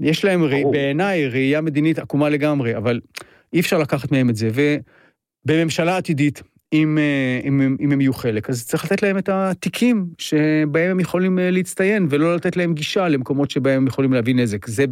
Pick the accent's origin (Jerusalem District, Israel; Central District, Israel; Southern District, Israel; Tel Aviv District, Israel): Jerusalem District, Israel; Jerusalem; moved away as an adult; אני ירושלמי פעם, עד גיל 18 הייתי ירושלמי